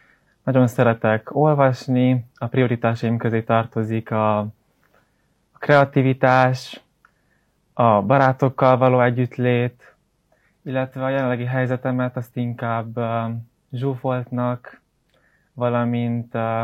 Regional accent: Szék, Cluj County, Romania; A bemutatkozásnál nem említettem, de Székről származom. Egy félig adventista és félig református családban nőttem fel.

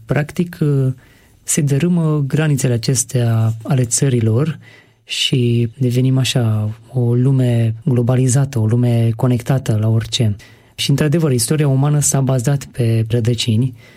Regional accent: Romania; Noi suntem români

